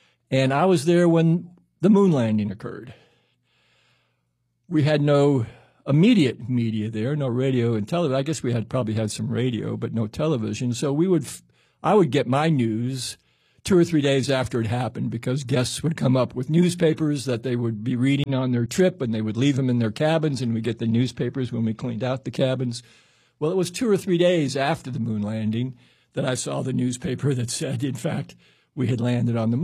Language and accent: English; Greenville, Mississippi, United States; born there; now in Chapel Hill, United States; I was born in Greenville, Mississippi.